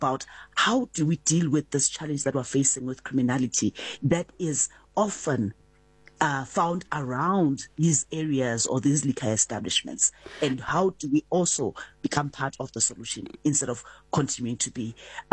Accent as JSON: {"language": "English", "country": "South Africa"}